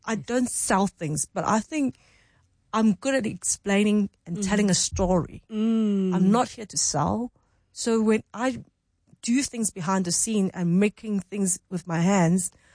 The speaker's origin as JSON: {"language": "English", "country": "Hong Kong", "said": "So because I'm from Hong Kong, I can speak Cantonese."}